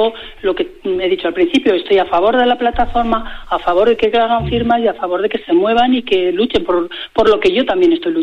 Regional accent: Cantalejo, Castile and León, Spain

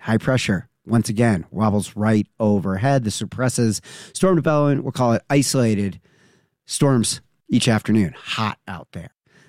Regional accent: Canada; I'm Canadian meteorologist

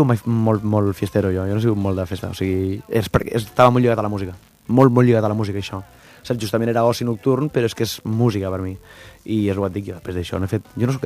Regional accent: Cambrils, Catalonia, Spain; de Cambrils de tota la vida i orgullosíssim.

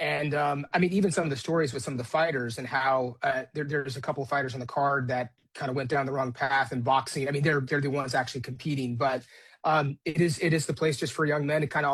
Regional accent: Nevada, United States; You know, but I'm from Nevada, born and raised, and we had sports betting, and it was something that was well regulated.

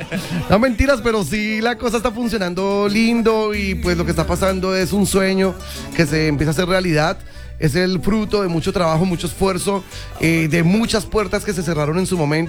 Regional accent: Bogotá, Bogotá D.C., Colombia; born there; moved away as an adult; now in Fusagasugá, Colombia; Yo soy nacido en Bogotá

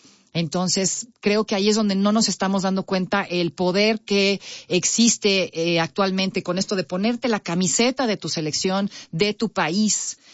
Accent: Mexico; estamos representando al país, a nuestro país. Nosotros como mexicanos

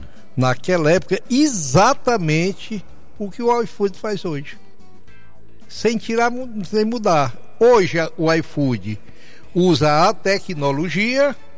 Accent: Fortaleza, Ceará, Brazil; born there; also born or lived in João Pessoa; Eu sou cearense, nascido em Fortaleza, descendente de paraibanos e cajazeiras, na Paraíba, tá certo? Meu pai é baiano, apesar de ser filho de cajazeirense também.

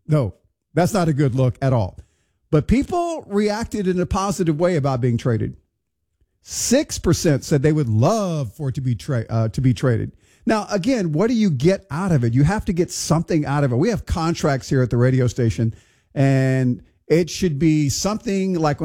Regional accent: Houston, Texas, United States; now in South and Central Louisiana, United States; my hometown, Houston, Texas

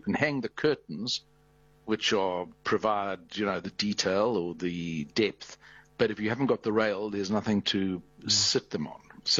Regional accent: South Africa; also born or lived in Argentina; the history that I'd lived through in South Africa, which was quite tumultuous from my birth in late 1956 right through to 2007.

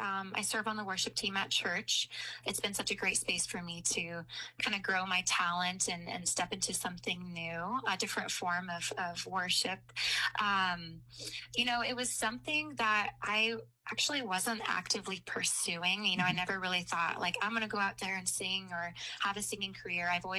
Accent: Santa Clarita, California, United States; now in Phoenix area, United States; So, I grew up in Santa Clarita Valley. It's about 30 miles northwest of L.A., raised in a Christian home.

